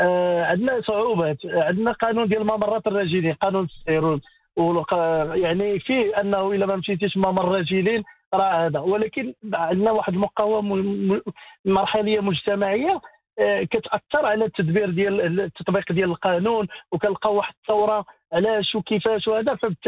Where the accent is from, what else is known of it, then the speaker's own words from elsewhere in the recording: Morocco; عندنا في المغرب